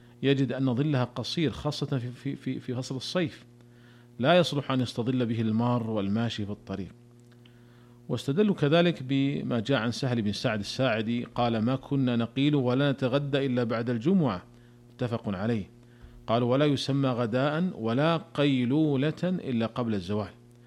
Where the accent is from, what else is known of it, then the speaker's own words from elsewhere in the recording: Saudi Arabia; وبكل حال عندنا في المملكة العربية السعودية وزارة الشؤون الإسلامية والدعوة والإرشاد